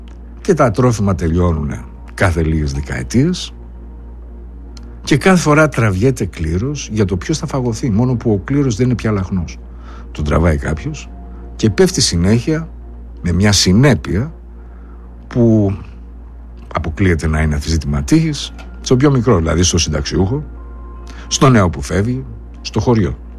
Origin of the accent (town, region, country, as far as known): Greece